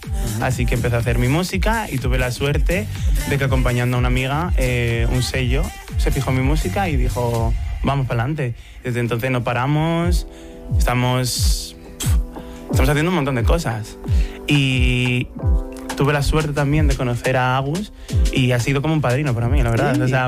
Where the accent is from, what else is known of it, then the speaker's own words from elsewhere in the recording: Madrid, Community of Madrid, Spain; Bueno, pues yo soy madrileño, de padre nigeriano y mamá madrileña, gata ella.